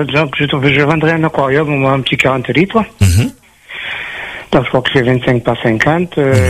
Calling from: Saint-Paul, Réunion; Région Ouestin, Saint-Paul

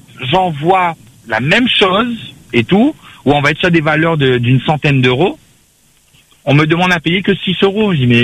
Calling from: France

